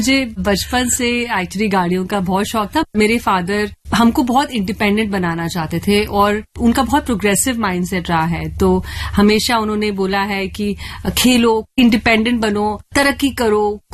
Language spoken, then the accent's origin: Hindi; Bareilly, Uttar Pradesh, India; मैं एक छोटे शहर से हूँ, मैं बरेली से हूँ